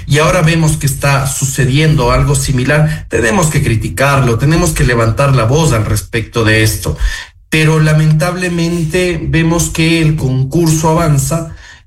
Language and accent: Spanish; Ecuador; nos queda debiendo como ecuatorianos